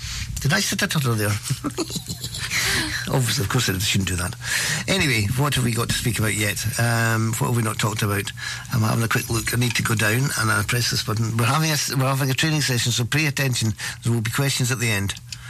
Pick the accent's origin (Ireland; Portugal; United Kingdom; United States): United Kingdom; Banff, Scotland; I grew up in Bam